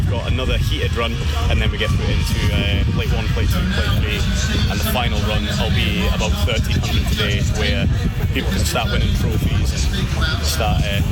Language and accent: English; Scotland, United Kingdom; Obviously being Scottish, the cold is second nature to me, and this is perfect.